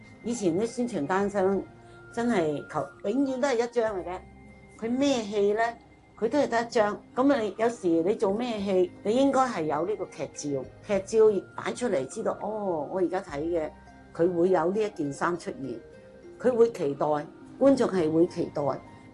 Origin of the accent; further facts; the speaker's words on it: Macau; 我呢就是澳门啦，土生土长的，咁但系咧就系我系佛山人